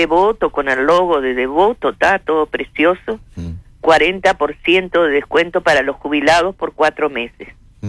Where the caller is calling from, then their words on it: Montevideo, Uruguay; pues yo vivo en Colón